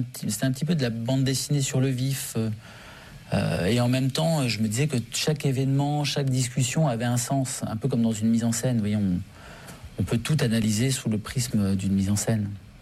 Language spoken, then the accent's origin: French; Syria; born or raised there